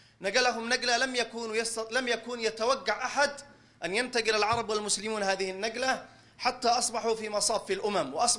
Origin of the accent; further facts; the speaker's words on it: Yemen; نحن في اليمن